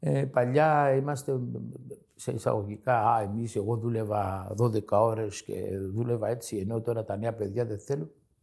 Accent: Greece

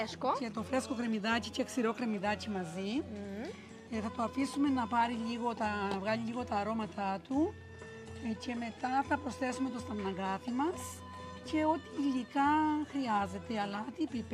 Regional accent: Kissos, Crete, Greece; Εδώ γεννήθηκα και εδώ μεγάλωσα.

